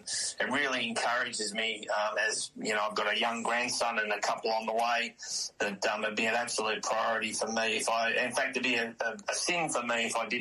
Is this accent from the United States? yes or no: no; Australia; Cam Smith's a standout for us being an Aussie